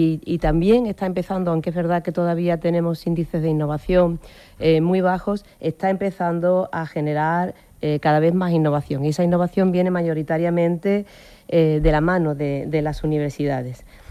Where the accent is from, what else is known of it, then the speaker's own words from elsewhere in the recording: Sanlúcar la Mayor, Andalusia, Spain; Yo siempre que me tengo que perder, me pierdo en mi pueblo, en casa de mi madre. Mi madre vive en una zona de Sanlúcar la Mayor, que cuando miras en la terraza ves el campo.